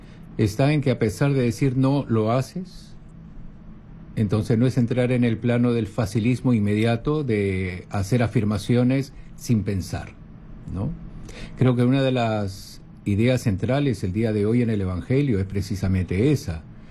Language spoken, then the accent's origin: Spanish; Peru